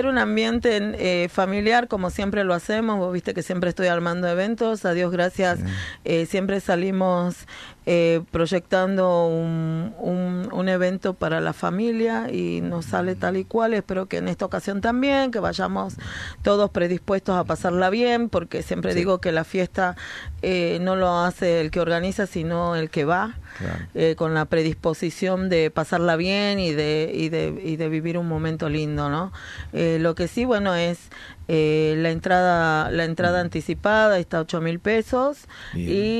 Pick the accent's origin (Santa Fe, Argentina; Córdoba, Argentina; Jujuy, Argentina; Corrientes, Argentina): Jujuy, Argentina; now in Patagonia, Argentina; Soy jujeña